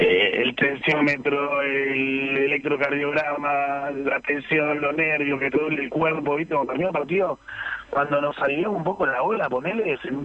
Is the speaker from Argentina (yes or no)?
yes; Argentina; más allá de ser argentino